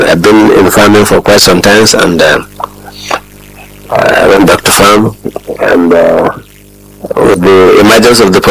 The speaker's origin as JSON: {"language": "English", "country": "Nigeria", "tie": "born there", "said": "on the 18th of December 1961, almost 62 years ago. And I was born in Gitan, a village in Bula district of the Fawalo local government area."}